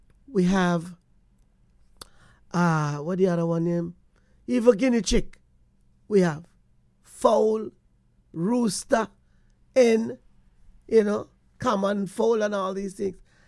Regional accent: Portland Cottage, Clarendon Parish, Jamaica; You know, I remember back in the days when I was growing up in Portland Cottage in Jamaica.

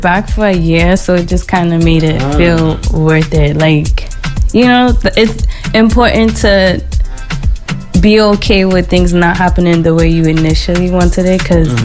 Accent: United States; born there; being American, because I was born here, but I have Trini roots

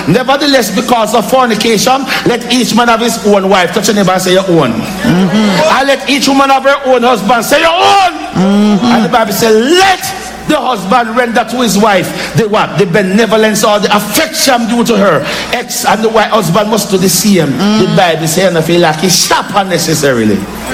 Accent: Portland Parish, Jamaica; moved away; When we were children growing up in Portland

